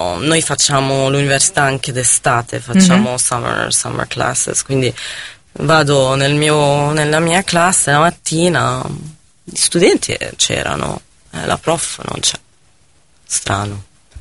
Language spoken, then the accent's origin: Italian; North Governorate, Lebanon; accent: northern / Tripoli; Italian is a second language; moved away as an adult; also born or lived in Beirut; il tuo accento è del nord o è di Tripoli, e quindi lo sanno subito che non sei di Beirut